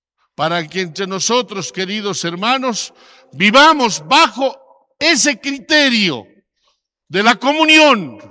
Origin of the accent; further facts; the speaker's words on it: Bolivia; Porque somos muy bolivianos, los del altiplano y los del oriente, los de los valles y los del sector de nuestros hermanos orientales. Todos somos bolivianos.